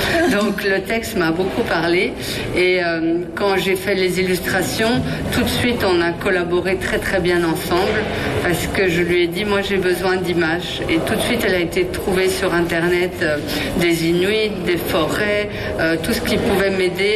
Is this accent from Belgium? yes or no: yes; Belgium; moved away as an adult; now in Toulouse, France; Alors, en tant que Belge, avec un papa polonais et habitant à Toulouse maintenant